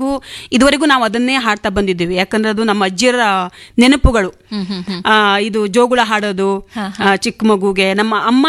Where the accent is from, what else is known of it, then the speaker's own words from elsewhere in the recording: Analesara, Karnataka, India; now in Bengaluru, India; ದೊಡ್ಡ ಕಾಡಿನಿಂದ ಬಂದು ನಾನು ಇವಾಗ ಬೆಂಗಳೂರಲ್ಲಿ ನಿಂತಿದ್ದೀನಿ. ನನ್ನ ಬಾಲ್ಯ ತುಂಬ ಸಂತೋಷಕರವಾದದ್ದು, ಹಾಗೆ ತುಂಬ ಮೆಮೊರೀಸ್ ತುಂಬ, ಯಾಕಂದ್ರೆ ನಾವು ಉತ್ತರ ಕನ್ನಡ ಜಿಲ್ಲೆ ಆ್ಯಂಡ್ ಮಂಚಕಿರಿ, ಒಂದು ಚಿಕ್ಕ ಗ್ರಾಮ ಅಣಲೇಸರ ಅಂತ, ಅಲ್ಲಿ ಹುಟ್ಟಿದ್ದೆ ನಾನು.